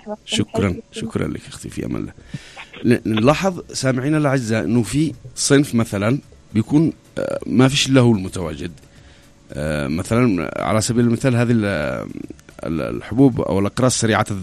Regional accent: Yemen; وإحنا شعب يمني

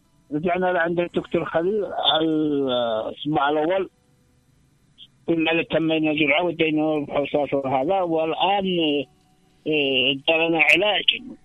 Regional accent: Amran, Yemen; من عمران.

